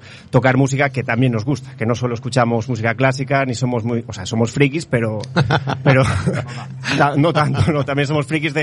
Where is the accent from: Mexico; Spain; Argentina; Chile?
Spain; A Coruña, Galicia; algunos de los integrantes del grupo somos de Monte Alto.